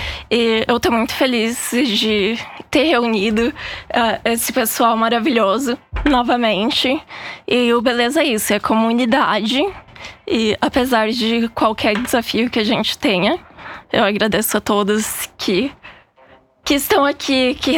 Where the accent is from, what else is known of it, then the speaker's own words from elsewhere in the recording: Brazil; já que sou brasileiro